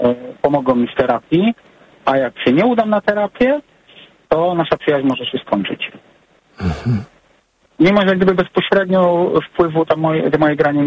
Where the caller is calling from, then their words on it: England, United Kingdom; I teraz nie wiem, czy mogę się powiedzieć, bo ja z Anglii dzwonię, nie z Polski.